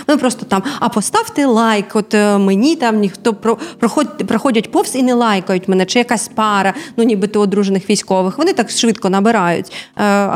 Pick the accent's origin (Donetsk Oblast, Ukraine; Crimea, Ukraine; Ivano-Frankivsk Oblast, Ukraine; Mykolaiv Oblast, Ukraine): Donetsk Oblast, Ukraine; я з Донеччини.